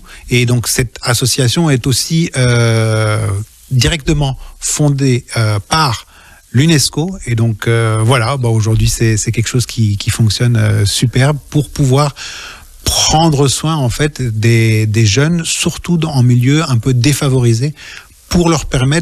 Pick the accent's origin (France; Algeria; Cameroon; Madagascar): Madagascar; parce que je venais de Madagascar, que je n'avais jamais entendu ce genre de musique, j'ai ouvert grand les yeux.